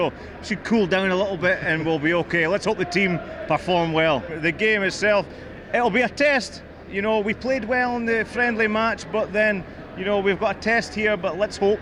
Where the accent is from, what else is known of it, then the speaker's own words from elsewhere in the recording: Aberdeen, Scotland, United Kingdom; now in Saudi Arabia; See, well, I actually live in Saudi Arabia. So right, I'm so from Aberdeen, but live in Saudi Arabia.